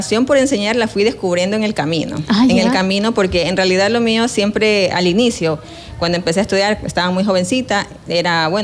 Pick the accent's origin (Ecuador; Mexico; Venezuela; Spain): Ecuador; Quevedo, Los Ríos; also born or lived in Babahoyo; Yo soy quevedeña, nacida.